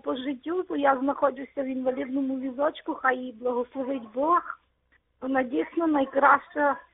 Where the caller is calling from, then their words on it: Lviv Oblast, Ukraine; телефонує я з Львівщини.